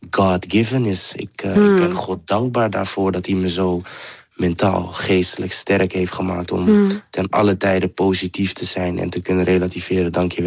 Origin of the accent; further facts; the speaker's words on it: Amsterdam, North Holland, Netherlands; Ik ben opgegroeid in Amsterdam-Oost.